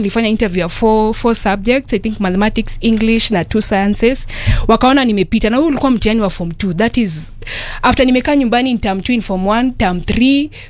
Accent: Nairobi, Kenya; So I was born there. I went to school there in Mwalimu Primary.

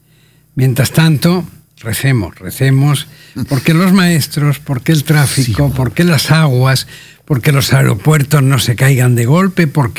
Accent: Spain; moved away; en mi originaria España.

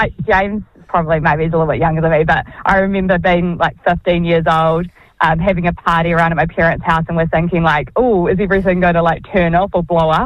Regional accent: Canterbury, New Zealand; we're from Canterbury down here

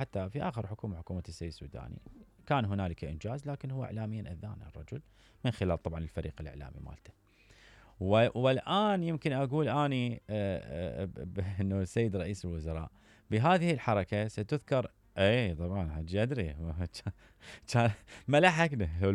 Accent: Iraq; عندنا بالعراق احنا

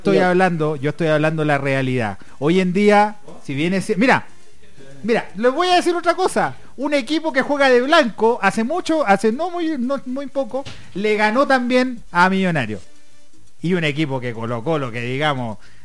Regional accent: Chile; moved away as an adult; now in Bogotá, Colombia

